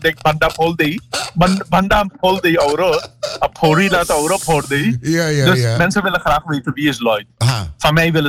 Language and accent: Dutch; Suriname; Nee, maar luister, ik ben in Suriname opgegroeid.